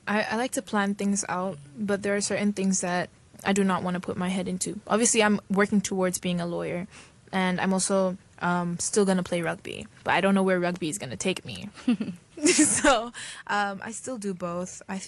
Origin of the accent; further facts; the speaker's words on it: Philippines; As a Filipina, I think they're very accepting, but then you can also kind of tell when they're judging.